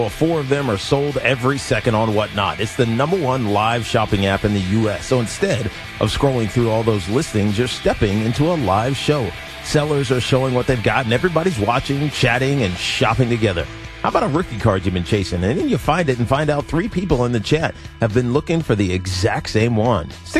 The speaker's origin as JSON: {"language": "English", "town": "Roanoke", "region": "Virginia", "country": "United States", "tie": "born or raised there", "moved": "yes", "said": "That's my hometown, Roanoke, Virginia."}